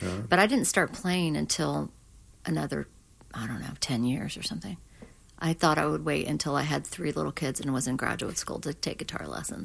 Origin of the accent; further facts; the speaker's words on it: Birmingham, Alabama, United States; born there; also born or lived in Minnesota; so I didn't grow up in North Carolina. I was born in Birmingham, Alabama.